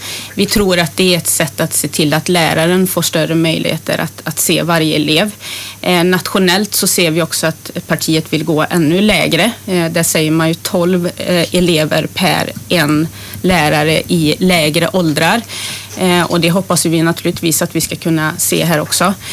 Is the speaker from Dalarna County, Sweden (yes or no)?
no; Trollhättan, Västra Götaland County, Sweden; born or raised there